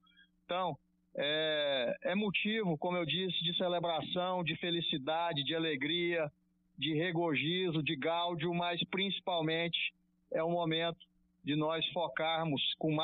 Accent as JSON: {"language": "Portuguese", "region": "Goiás", "country": "Brazil", "tie": "born or raised there", "said": "sou da região da Estrada de Ferro"}